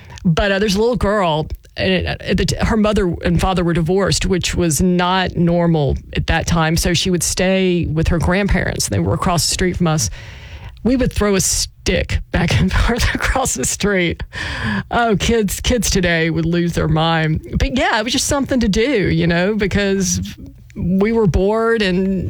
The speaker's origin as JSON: {"language": "English", "town": "Zachary", "region": "Louisiana", "country": "United States", "tie": "born or raised there", "also_born_or_lived": "Baton Rouge", "said": "When I was really little, we lived in Baton Rouge. I grew up north of Baton Rouge in a town called Zachary. But we lived in Baton Rouge"}